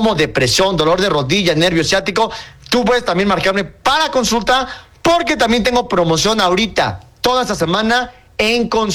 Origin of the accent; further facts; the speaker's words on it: Toluca, State of Mexico, Mexico; Inicia con 722, porque acuérdense que yo soy de México, de Toluca.